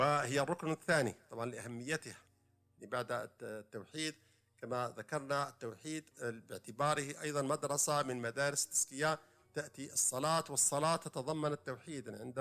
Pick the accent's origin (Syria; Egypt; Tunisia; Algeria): Algeria; يعني مثال بسيط عندنا في الجزائر، المذهب المالكي في الجزائر